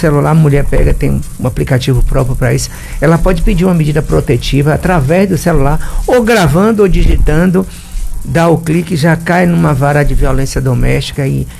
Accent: Bahia, Brazil; moved away; em Santenei, na minha terra.

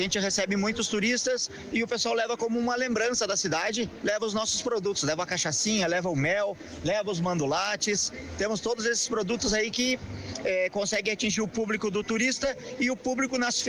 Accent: Bom Jesus, Rio Grande do Sul, Brazil; moved away as an adult; now in São José dos Ausentes, Brazil; Eu sou aqui da cidade vizinha, sou natural de Bom Jesus, nascido e criado aqui em Bom Jesus, e agora por 10 anos eu moro em São José dos Ausentes.

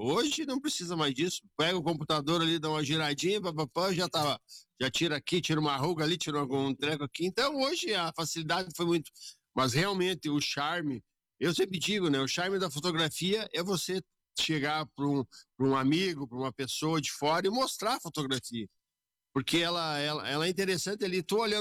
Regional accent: Soledade, Rio Grande do Sul, Brazil; Soledadense, nasci em Soledade e moro agora 58 anos na rua da ABB. Mas nasci no outro canto da cidade, mas hoje moro há 58 anos na rua que pertence à ABB de Jau ali.

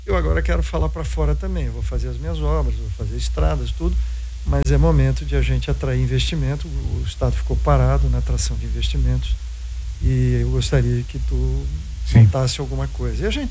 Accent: Blumenau, Santa Catarina, Brazil; Eu sou de Blumenau, cara.

